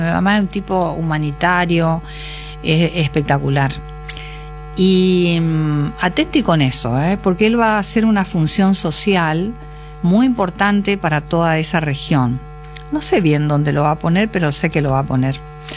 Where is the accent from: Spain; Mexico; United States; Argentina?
Argentina; Santa Fe; moved away; soy del interior profundo. No soy de Corrientes, yo soy santafesina de origen, pero viví en el campo.